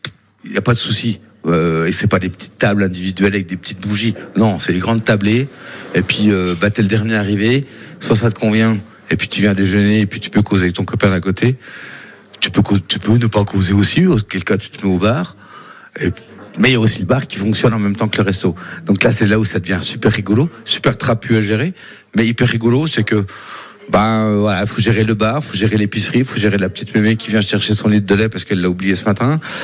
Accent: Bourgogne-Franche-Comté, France; un bon comté parce que je suis jurassien

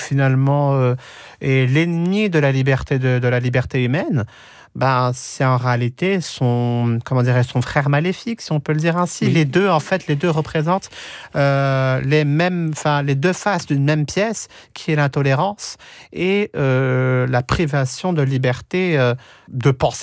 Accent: Algeria; also born or lived in France; Oui, français, algérien. J'ai mes deux nationalités et je les porte fièrement. Mais quand je dis que, avec ce lapsus, je ne vis pas en Algérie.

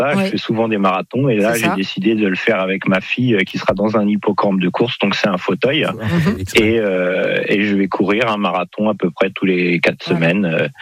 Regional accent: Normandy, France

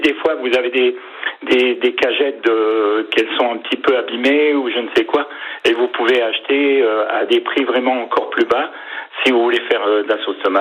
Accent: Grand Est, France; moved away as an adult; also born or lived in Nancy; now in Saint-Coulomb, France; j'ai quitté la ville et surtout ma région natale. Parce que je viens de Lorraine et ça fait 8 ans que je suis venu en Bretagne.

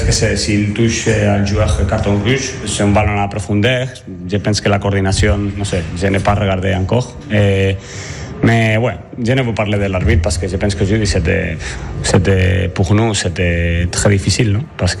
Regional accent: Spain; French is a second language; Je ne sais pas si parce que je suis espagnol, je ne sais pas, mais je parle français.

